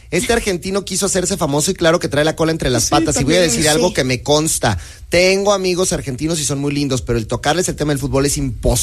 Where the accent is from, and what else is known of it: Mexico